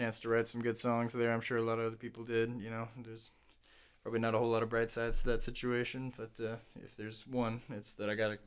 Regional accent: Victoria, Texas, United States; now in Texas Hill Country, United States; one of the reasons that I kind of moved to this hill country area from my hometown, Victoria, Texas, was because I knew … recorded in San Antonio.

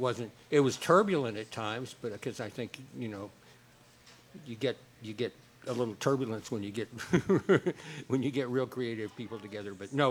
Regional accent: Montrose, United States; Yeah, I lived in Montrose as a young

